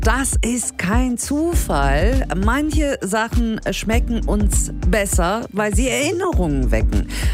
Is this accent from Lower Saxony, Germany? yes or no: yes; Melle, Lower Saxony, Germany; Beamt mich nämlich direkt ins Freibad meiner Kindheit zurück in Melle.